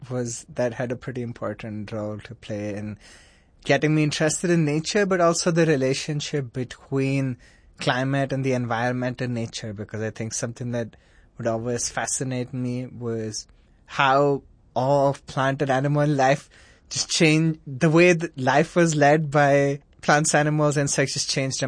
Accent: Kerala, India; also born or lived in New Delhi; I grew up in India, in the southern state of Kerala. That's where my grandparents lived, and my parents also lived there when I was growing up. And then later on, we moved to New Delhi.

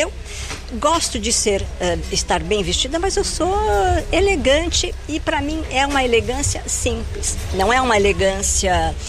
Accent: Brazil

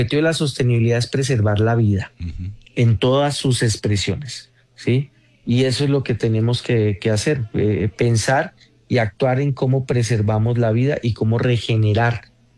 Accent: Colombia

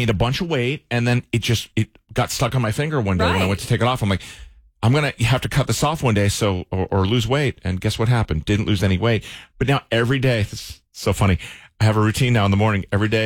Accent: Maryland, United States; Hey, listen, I'm from Maryland. We eat scrapple.

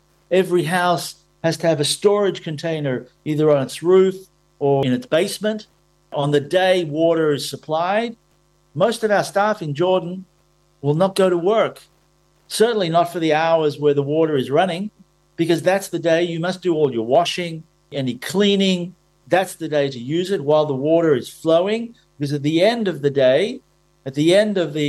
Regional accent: Australia; now in Israel; As an Australian, I know the countryside reality too of drought.

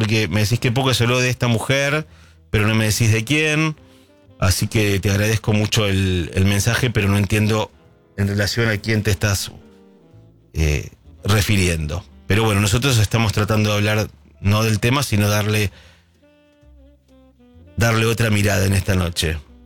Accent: Quilmes, Buenos Aires Province, Argentina; me gusta el programa, soy de Quilmes … me relaja el programa

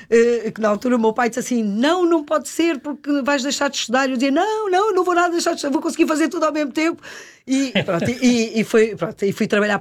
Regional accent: Cascais, Lisbon, Portugal; born there; also born or lived in Brazil; como fomos viver depois para a linha de Cascais, não é? Ali fomos viver, fui viver propriamente para São Pedro Estoril.

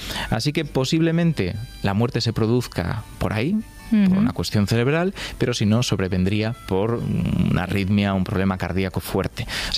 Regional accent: Galicia, Spain

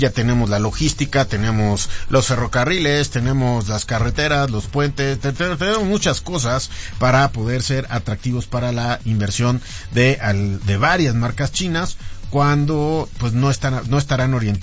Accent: Mexico

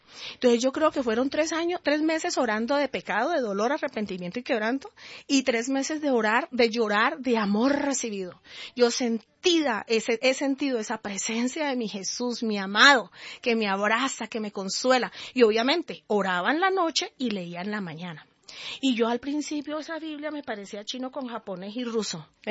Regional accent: Cali, Valle del Cauca, Colombia; moved away; also born or lived in New York; Yo estaba en Nueva York, ya 2 años ahí o 3, y llega el novio. Y como caleña

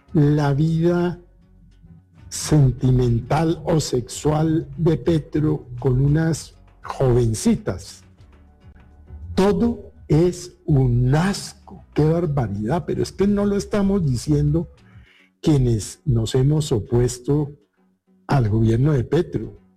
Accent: Colombia; no tengo la menor duda de que hemos estado como colombianos en manos de una bandola delincuencial.

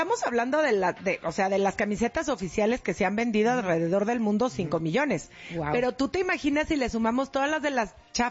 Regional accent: Mexico

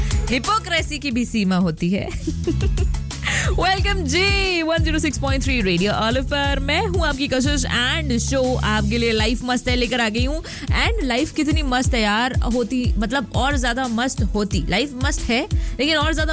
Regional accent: Bhopal, Madhya Pradesh, India; मैं भोपाल से हूँ

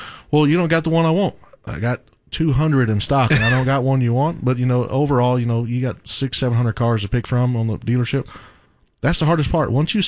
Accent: Gordon, Texas, United States; now in near Godley, United States; I grew up in Gordon, which is west of Fort Worth, 60 miles, and it's a small, small town.

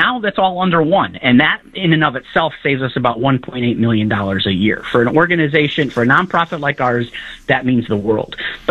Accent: Connecticut, United States; I'm from Connecticut. We live in Connecticut.

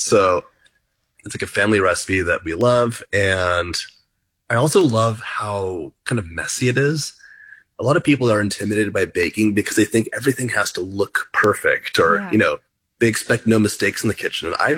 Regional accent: United States; As an American, I love pumpkin.

